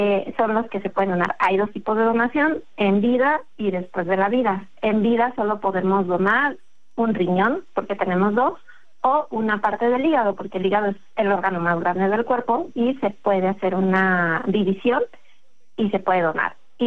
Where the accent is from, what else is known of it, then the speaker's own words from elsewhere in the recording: Mexico; es parte de lo que nos caracteriza a los mexicanos